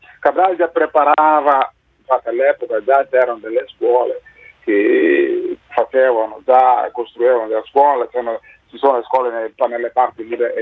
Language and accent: Italian; Guinea-Bissau; Italian is a second language; now in Italy